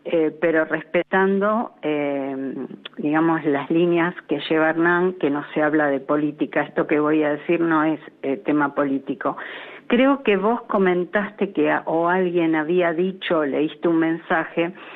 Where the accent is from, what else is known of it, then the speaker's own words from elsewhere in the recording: Lanús, Buenos Aires Province, Argentina; born there; yo te cuento que yo nací en Lanús, mi madre vino desde Barracas a un remate y compró dos lotes en Lanús.